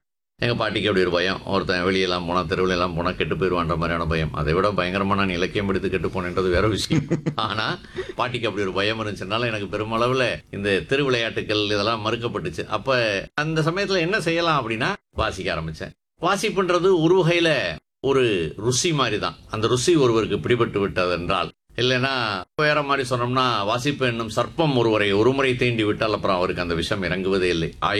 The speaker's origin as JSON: {"language": "Tamil", "town": "Madurai", "region": "Tamil Nadu", "country": "India", "tie": "born or raised there", "lives_now": "Chennai, India", "said": "அப்போ தல்லாபுளம் தான் என்னுடைய பூர்வீகம். நான் படித்ததெல்லாம் பெரும்பாலும் தல்லாபுளத்தில் படித்தேன்."}